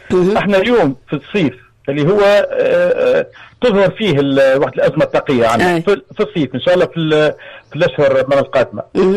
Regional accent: Tunisia; عندنا في تونس

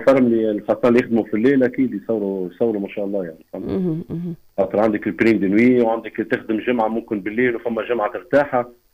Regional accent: Tunisia; accent: Tunisian; moved away; اللهجة نتاعنا نتاع تونس

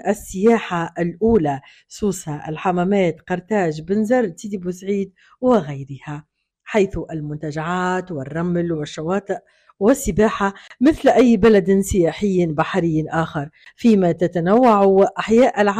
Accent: Iraq; لكن المأزق بالنسبة لنا كعراقيين يظهر في المطبخ التونسي

